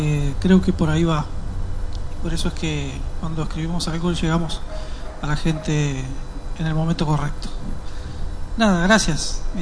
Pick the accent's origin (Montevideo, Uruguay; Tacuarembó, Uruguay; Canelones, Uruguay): Tacuarembó, Uruguay; Bueno, vengo de Tacuarembó y esto es para Tacuarembó se va.